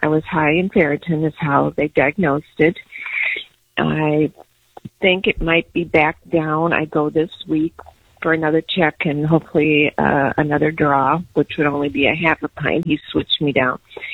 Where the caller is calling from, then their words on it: Moline, Illinois, United States; I am from Moline, Illinois.